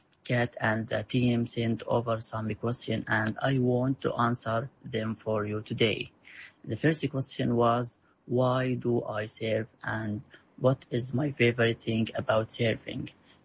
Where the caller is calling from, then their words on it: Gaza, Gaza Strip, Palestine; I am calling from Gaza. I am a member of the Gaza Surf Club.